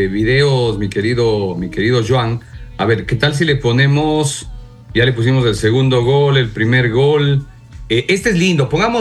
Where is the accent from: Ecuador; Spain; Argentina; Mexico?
Ecuador; qué lindo sentir que somos ecuatorianos